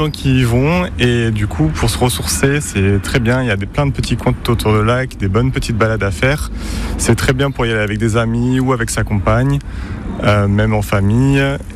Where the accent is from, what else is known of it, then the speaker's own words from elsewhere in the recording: Bordeaux, Nouvelle-Aquitaine, France; de Bordeaux et mon coin de paradis, c'est le lac de Bombane.